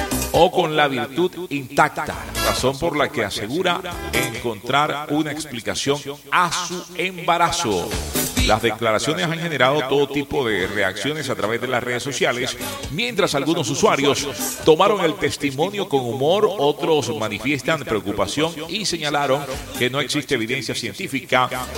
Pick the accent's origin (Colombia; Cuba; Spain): Colombia